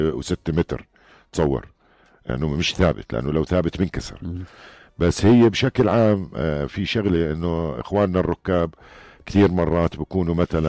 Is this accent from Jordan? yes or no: yes; Jordan; هون عندنا بالاردن